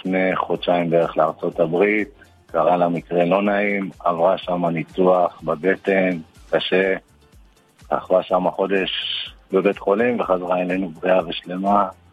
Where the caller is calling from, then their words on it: Afula, Northern District, Israel; אנחנו מאפולה.